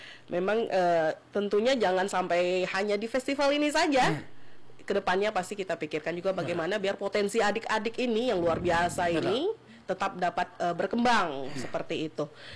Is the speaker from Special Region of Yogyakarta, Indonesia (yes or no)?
no; Papua, Indonesia; identitas kita adalah orang Papua ini.